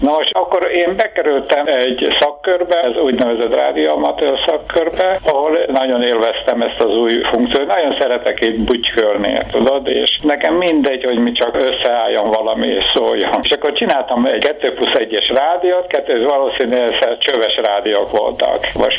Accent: Békéscsaba, Békés, Hungary; 1939-ben, március 4-én születtem Békés Csabán.

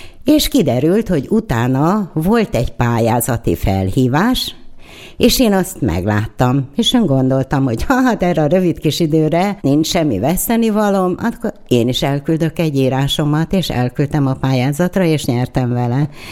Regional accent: Tatabánya, Komárom-Esztergom, Hungary; Tatabányáról jöttem

